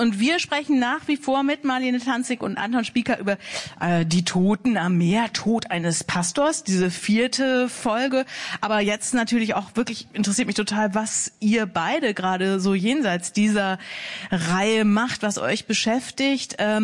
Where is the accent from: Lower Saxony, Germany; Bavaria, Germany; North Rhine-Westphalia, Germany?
Lower Saxony, Germany; Osnabrück; Wer aus Osnabrück kommt, findet es überall in der Welt schön.